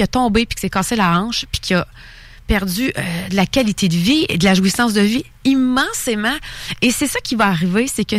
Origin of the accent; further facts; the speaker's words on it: Thetford Mines, Quebec, Canada; Moi, je viens de Tetford Mines.